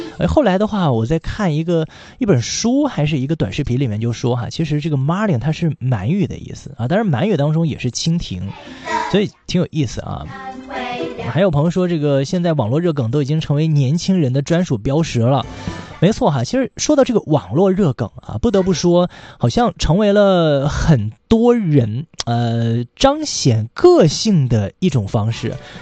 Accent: Liaoning, China; now in Haikou, China; 就说到了我的家乡辽宁啊，其实辽宁很多人他的这个所谓的土话啊，就是一些所谓的方言当中，他会有着这个满语的成分。

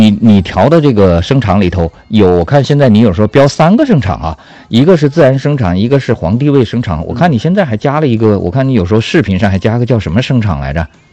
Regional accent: Sichuan, China; accent: Sichuanese; 用我们四川话讲呢就叫

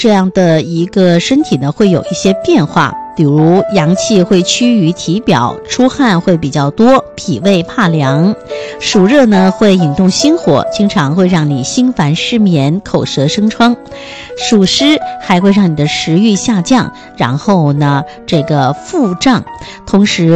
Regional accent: China; 我们中国人

